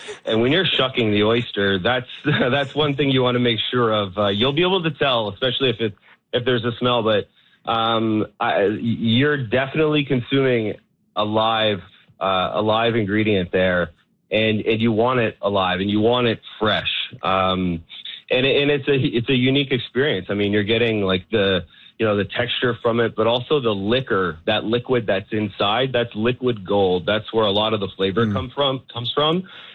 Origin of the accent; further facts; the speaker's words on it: Toronto, Ontario, Canada; I grew up in Ontario, in Toronto